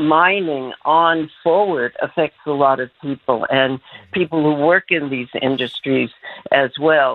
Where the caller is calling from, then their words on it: Berkeley, California, United States; Actually, I live in Berkeley, but I'm in San Francisco right now.